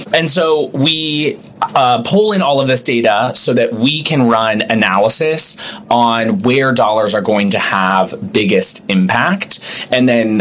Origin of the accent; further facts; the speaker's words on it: Ohio, United States; Yes, I am originally from Ohio, so I'm a Midwesterner at heart. And yes, a Buckeye.